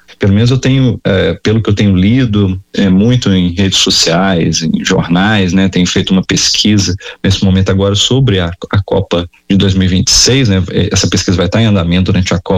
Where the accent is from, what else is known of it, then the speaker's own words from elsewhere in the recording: Juiz de Fora, Minas Gerais, Brazil; E nós que somos do litoral de Minas, né, de Juiz de Fora, ou interior do Rio